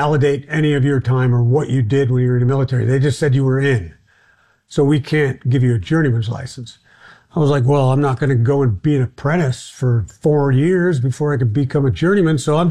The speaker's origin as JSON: {"language": "English", "region": "Minnesota", "country": "United States", "said": "I came back to the state of Minnesota. That's where I was from."}